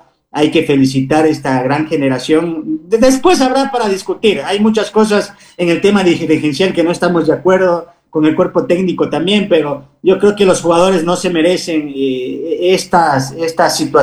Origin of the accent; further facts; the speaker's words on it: Ecuador; unirnos más como ecuatorianos